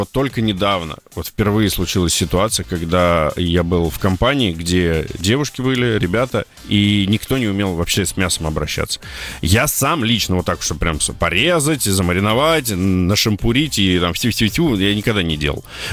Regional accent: Armenia; Я армянин как раз.

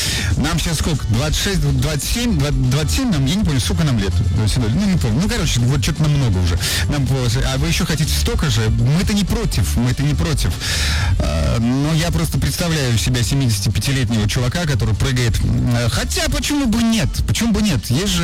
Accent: Siberia, Russia; Не нужно подарков, я из Сибири.

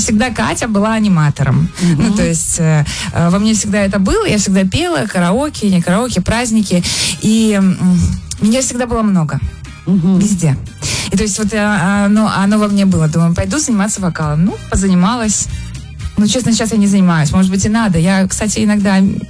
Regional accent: Moscow, Russia; also born or lived in Minsk, Belarus; Я первый класс пошла уже здесь, ну, в Москве.

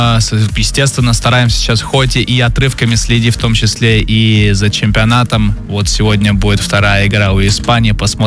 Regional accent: Novosibirsk, Novosibirsk Oblast, Russia; Я родом из Новосибирска. Там снега у нас полно, и возможность была кататься круглый день

